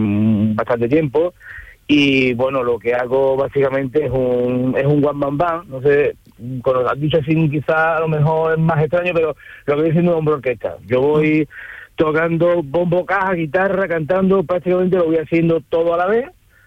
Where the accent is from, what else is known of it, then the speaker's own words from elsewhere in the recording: Ronda, Andalusia, Spain; Pues mira, yo soy de Ronda.